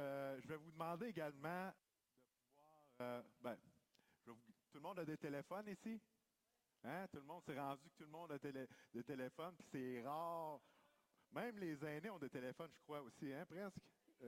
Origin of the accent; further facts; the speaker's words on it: Quebec, Canada; also born or lived in Obedjiwan, Quebec; Je suis originaire du Nidaskinan. Je suis enregistré également dans une communauté qui s'appelle Obidjouan, ma communauté d'origine. La plupart de ma famille vient de là.